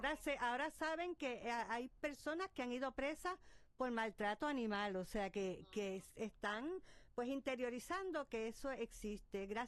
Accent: Juana Díaz, Puerto Rico; Juana Díaz es un gran pueblo, es mi pueblo. Juanadina hasta el final.

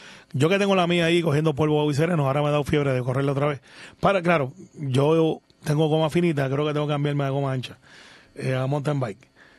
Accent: Guaynabo, Puerto Rico; yo mi familia es de ahí, yo soy de Antes se llamaba Cantagallo, ahora le dicen Singing Rooster porque estamos en Guaynabo City

